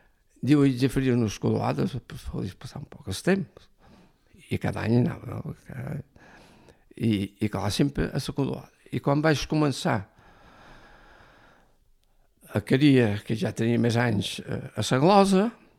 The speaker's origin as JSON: {"language": "Catalan", "town": "Ferreries", "region": "Balearic Islands", "country": "Spain", "tie": "born there"}